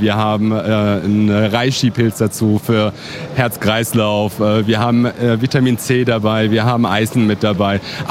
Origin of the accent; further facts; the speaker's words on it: Germany; Also ich bin ein Deutscher, man hört es ja.